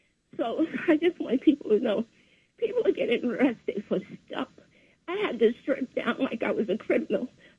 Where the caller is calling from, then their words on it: New York City, New York, United States; Hi, I'm calling from New York City